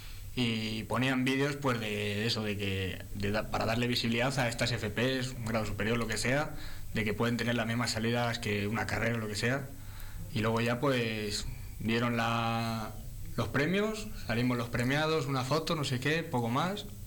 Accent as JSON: {"language": "Spanish", "town": "Encinillas", "region": "Castile and León", "country": "Spain", "said": "en mi pueblo, no en Segovia."}